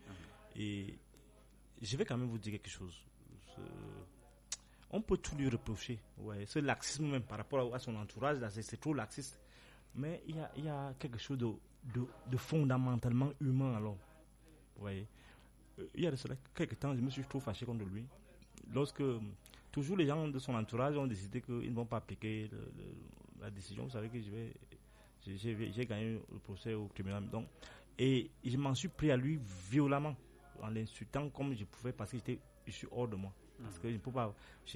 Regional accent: Cameroon; moved away as an adult; c'est grâce à lui aussi que je suis sorti du Cameroun. Mmh. En 2005, après la grève des étudiants, j'ai bénéficié d'une bourse de mobilité pour le Canada

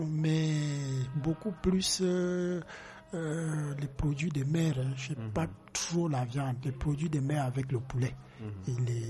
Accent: Ombessa, Centre, Cameroon; born there; also born or lived in Lékié department (Lobo area, home village); now in Yaoundé, Cameroon; Je suis né à Oumbessa.

